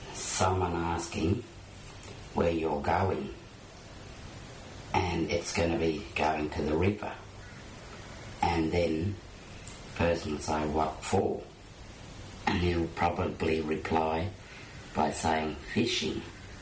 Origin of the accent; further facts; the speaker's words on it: Wilcannia, New South Wales, Australia; I'm a Barkindjinoongal from Wilcannia.